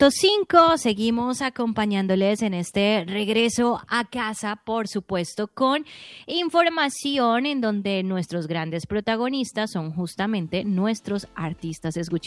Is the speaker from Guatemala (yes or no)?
no; Colombia